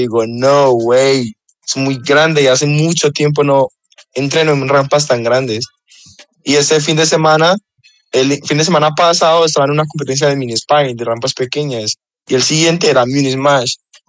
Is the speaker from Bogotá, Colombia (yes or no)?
yes; Bogotá, Colombia; also born or lived in La Paila; Esta pasión empezó en mi pueblito, en la Paila Valle. Soy del Valle, pero represento Bogotá y corro por Bogotá, porque de los 10 años, más o menos 10, 11 años, 9, me fui a vivir a Bogotá con mi familia.